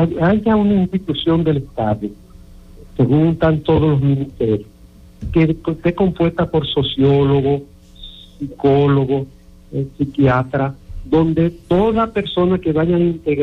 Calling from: San Juan, Dominican Republic; Soy de San Juan.

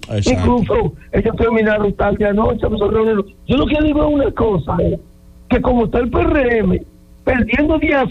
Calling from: Dominican Republic; Yo soy dominicano

